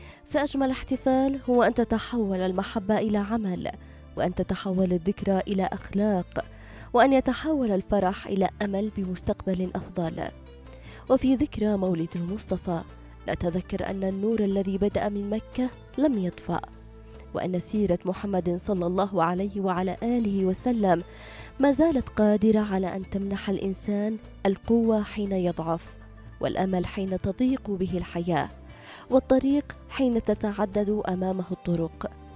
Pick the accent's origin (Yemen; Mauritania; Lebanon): Yemen; لكن المولد بالنسبة لنا كيمنيين ليس مجرد أضواء وزينة ومظاهر احتفال